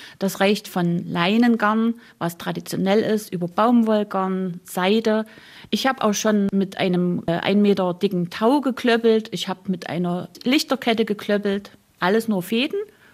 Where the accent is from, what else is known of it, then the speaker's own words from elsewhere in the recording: Saxony, Germany; Zum Klöppeln braucht man zum einen bei uns im Erzgebirge einen Klöppelsack.